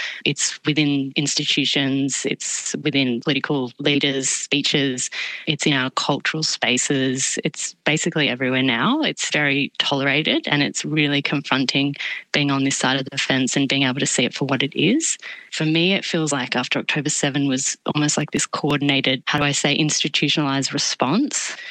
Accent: Australia; we both come from varied cultural backgrounds. I'm Greek Australian myself, and something that I'm very proud of.

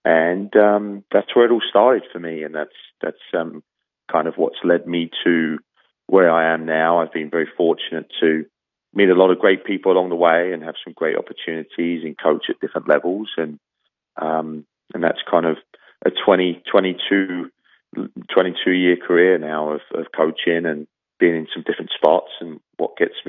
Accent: England, United Kingdom; as an Englishman

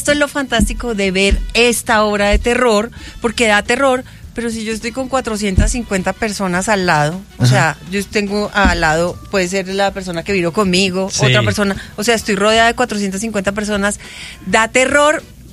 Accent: Panama; Entonces, no, pues me toca que me devuelvan porque yo soy de Panamá.

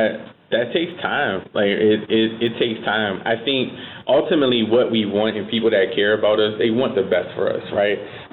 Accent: Baltimore, Maryland, United States; I'm here, born and raised in Baltimore.

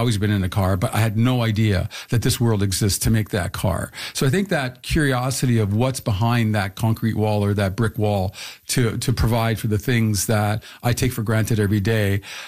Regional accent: St. Catharines, Ontario, Canada; I was born in St. Catharines

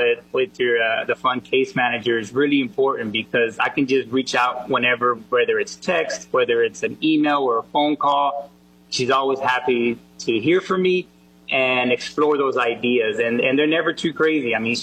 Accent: Fort Worth, Texas, United States; At the age of two, we moved to Texas, and I was raised there in Fort Worth.

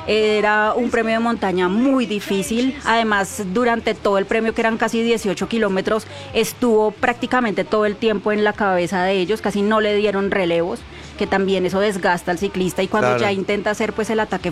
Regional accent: Colombia; fue una etapa agridulce para nosotros como colombianos

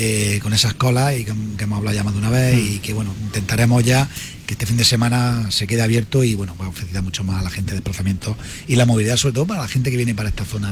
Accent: Huércal-Overa, Andalusia, Spain; yo también soy de Obera, somos más de Garrucha y de esta zona que los de Huerca

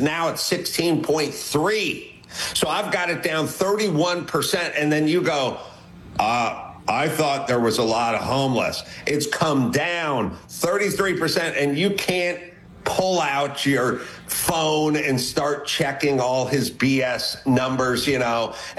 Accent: California, United States; I'm not a person that, you know, grew up in New Jersey and came out here to pursue comedy. I grew up in Southern California.

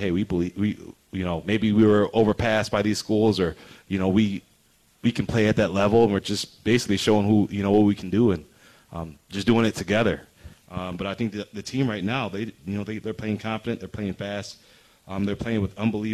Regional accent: Illinois, United States; moved away as an adult; also born or lived in Wyoming / Wisconsin; now in Fargo, United States; my home state, Illinois.

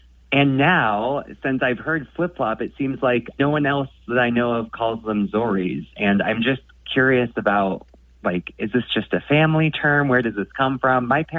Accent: California, United States; born or raised there

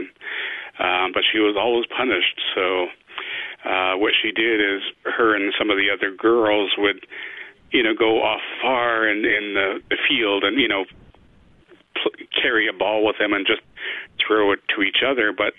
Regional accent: Vancouver, British Columbia, Canada; Yeah, I've always been fascinated by, you know, the music that I grew up with around Vancouver and that I heard.

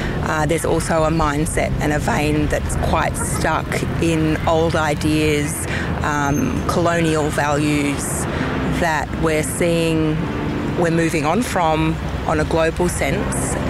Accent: New South Wales, Australia; moved away as an adult; now in Alice Springs, Australia; I am originally from New South Wales. I've lived here for 15 years now. I came here when I was either 19 or 20.

